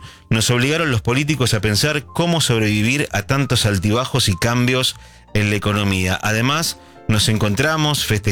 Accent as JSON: {"language": "Spanish", "country": "Argentina"}